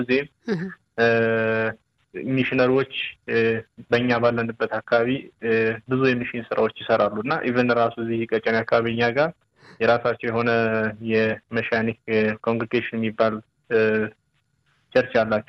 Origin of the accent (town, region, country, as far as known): Shewa, Ethiopia; born there; now in Addis Ababa, Ethiopia